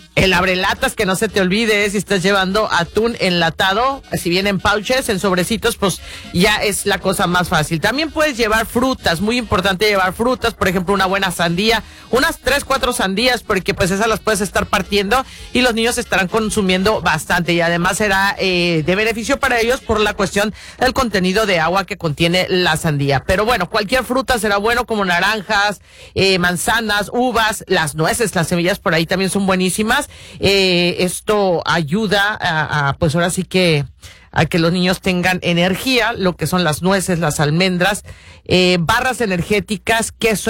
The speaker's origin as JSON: {"language": "Spanish", "country": "Mexico", "said": "como mexicanos, pues, no llevamos las tortillas."}